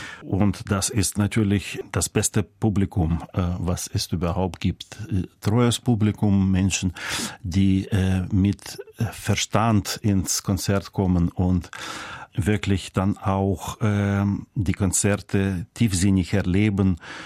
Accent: Schleswig-Holstein, Germany; now in Bremen, Germany; weil ich ja groß geworden bin in Schleswig-Holstein.

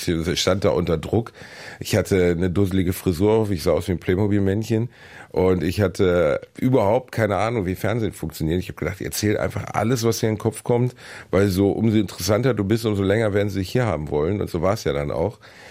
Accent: North Rhine-Westphalia, Germany; wie ich meine Heimatstadt, also die Emscher-Lippe-Halle, vollgekriegt habe.

